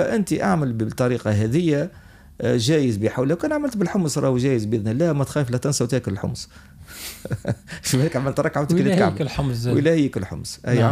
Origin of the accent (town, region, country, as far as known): Tunisia